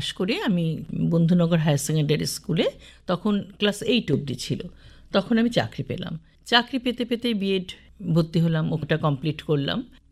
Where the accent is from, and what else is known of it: Siliguri, West Bengal, India